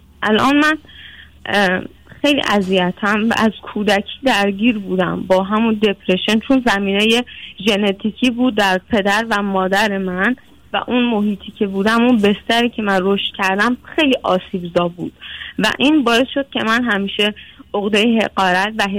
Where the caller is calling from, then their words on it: Iran; از دسول تماس میگیرم، ایران. 25 سالمه. من توی خانواده خیلی آسیب‌زای بزرگ شدم.